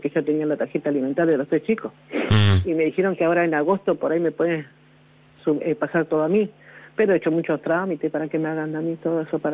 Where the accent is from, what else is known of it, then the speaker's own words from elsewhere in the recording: Garín, Buenos Aires Province, Argentina; Sí, acá de Garín.